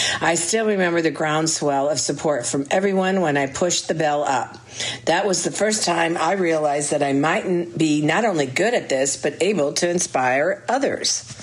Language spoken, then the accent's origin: English; Louisville, Kentucky, United States; I grew up in Louisville. As a Black physically disabled child, a wheelchair user, I was often the only and the first.